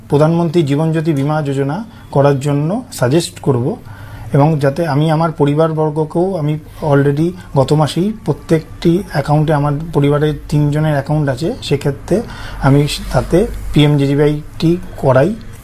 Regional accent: Mankundu, West Bengal, India; আমার বাড়ি মানকুণ্ডুতে এবং আমি একটি বেসরকারি সংস্থায় কর্মরত।

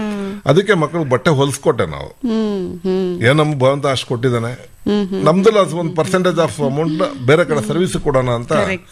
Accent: Kollegal, Chamarajanagar, Karnataka, India; born or raised there; moved away

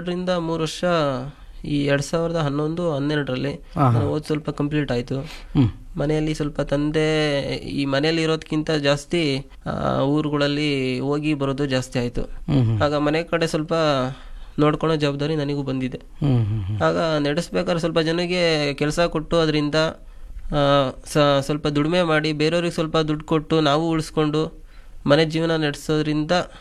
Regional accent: Hallikere, Karnataka, India; ನನ್ನ ವಿದ್ಯಾಭ್ಯಾಸ ಎಲ್ಲ ಅಲ್ಲೇ ನಮ್ಮ ಹುಟ್ಟೂರಲ್ಲೇ ಆಗಿದೆ ಸರ್.

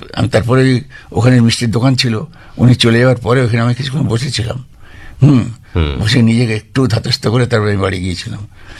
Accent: Beleghata, West Bengal, India; born there

